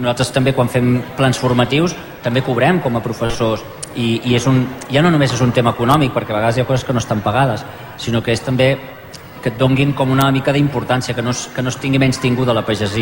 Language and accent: Catalan; Igualada, Catalonia, Spain; born there; now in Sant Boi de Llobregat, Spain; jo no sóc d'aquí, jo sóc fill d'Igualada, he estat tombant, i des del 2011 que baixo aquí a Sant Boi, però la meva vida és dalt de la muntanya.